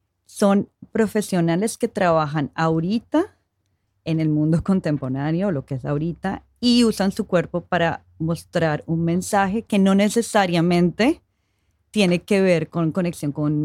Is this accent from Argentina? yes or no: no; Colombia; yo soy colombiana